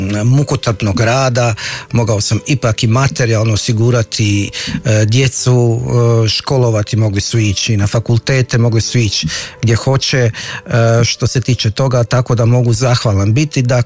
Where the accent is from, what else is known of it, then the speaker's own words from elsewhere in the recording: Bračanac, Federation of Bosnia and Herzegovina, Bosnia & Herzegovina; moved away as an adult; also born or lived in Zagreb; Pa da, ja sam iz Hercegovine rodom, iz Posušja, jedno selo pored Posušja, Bračanac. Tamo sam odrastao i onda sam završio u Zagrebu kao student pravnog fakulteta.